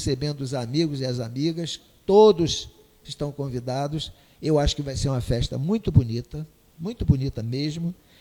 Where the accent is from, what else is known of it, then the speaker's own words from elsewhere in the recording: Rio de Janeiro, Brazil; born there; moved away as an adult; now in Búzios, Brazil; Nasci no Rio de Janeiro.